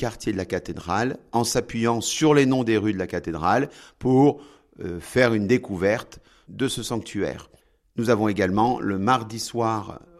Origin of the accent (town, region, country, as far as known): Carcassonne, Occitanie, France; born or raised there